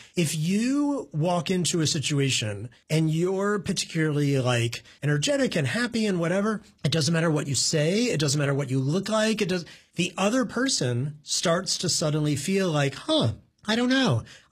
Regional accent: New Haven, Connecticut, United States; And I was like, yeah, I'm kind of from New Haven, but, you know, you kind of hid that a little bit because...

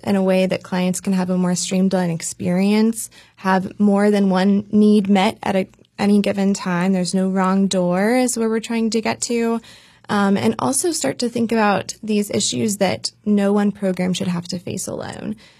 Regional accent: Oklahoma, United States; I'm originally from Oklahoma and getting to pull from my rural knowledge of where I grew up and where my husband grew up.

